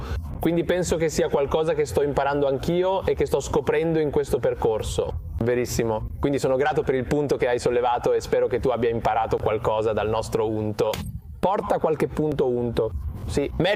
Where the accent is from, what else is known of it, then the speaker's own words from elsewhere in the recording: India; In realtà è qualcosa che riguarda me come indiano.